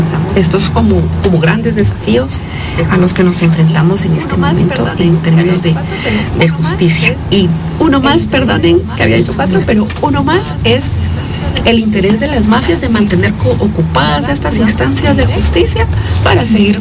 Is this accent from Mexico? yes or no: no; Guatemala; como guatemaltecas no vamos y votamos como si íbamos a hacer ya el otro año, ¿verdad?